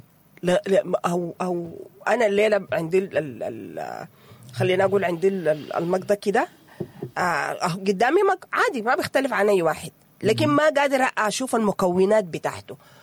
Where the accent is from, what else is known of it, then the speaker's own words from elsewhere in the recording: Sudan; نحن نقول إحنا سودانيين